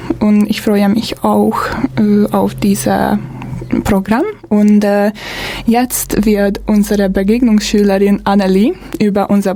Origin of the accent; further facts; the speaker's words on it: Hungary; German is a second language; A mai rádióműsorban én leszek az egyik moderátor. Magyarországról jöttem